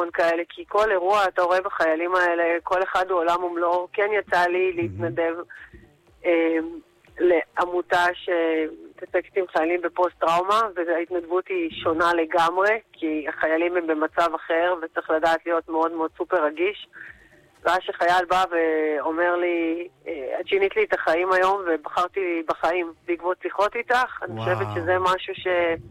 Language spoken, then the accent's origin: Hebrew; Netanya, Central District, Israel; אני מנתניה